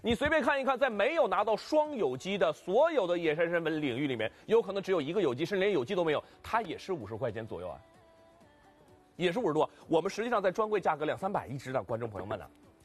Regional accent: Heilongjiang, China; 不要以为我们东北人就全都能吃到参

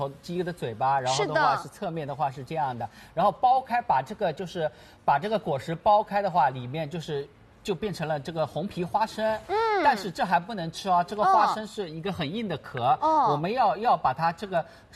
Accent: Suzhou, Jiangsu, China; 因为我是苏州人嘛

